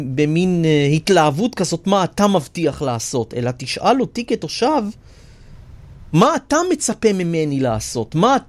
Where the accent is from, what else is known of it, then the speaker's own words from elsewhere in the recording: Rishon LeZion, Central District, Israel; אני נולדתי וגדלתי בראשון לציון כל השנים, אני גם גר שם היום.